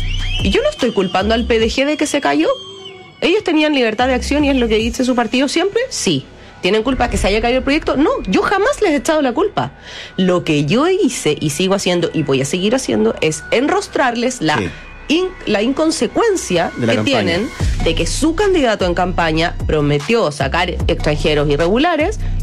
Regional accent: Antofagasta, Chile; moved away as an adult; yo soy del norte, yo nací en Antofagasta, estudié mi colegio, universidad, casi hasta el final, digamos, hasta cuarto año. Entonces, yo me fui a los 21 años, 20 años de Antofagasta. Aún tengo familia viviendo allá, tengo en Arica, en Iquique también.

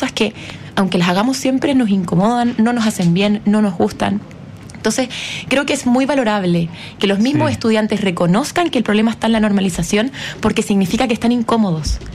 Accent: Chile

